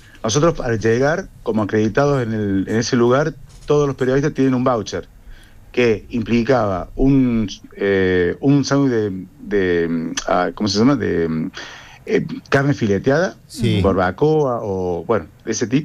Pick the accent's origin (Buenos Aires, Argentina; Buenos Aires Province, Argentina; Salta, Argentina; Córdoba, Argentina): Córdoba, Argentina; Yo de la ciudad de Córdoba